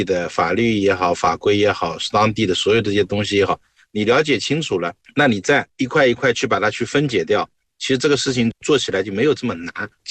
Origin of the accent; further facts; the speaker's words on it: China; 再加上我们中国人又这么勤劳、这么努力